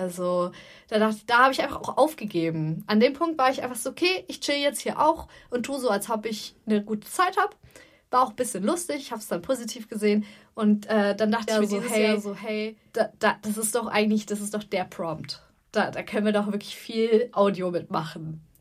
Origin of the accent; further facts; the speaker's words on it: West Germany, Germany; now in Thuringia, Germany; Ich bin Wessi, sorry.